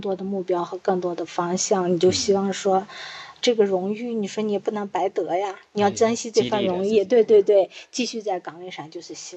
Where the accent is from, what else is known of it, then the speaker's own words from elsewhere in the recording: China; 我感觉一定要把果盘子端在我们中国人自己的手里